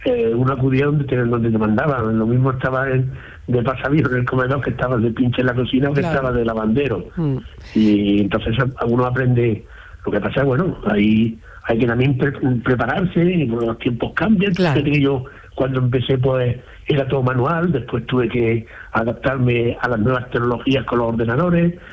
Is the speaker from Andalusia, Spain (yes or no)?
yes; Fuente Palmera, Andalusia, Spain; now in Lloret de Mar, Spain; Yo soy de Fuente Palmera, un pueblo pequeñito de Córdoba.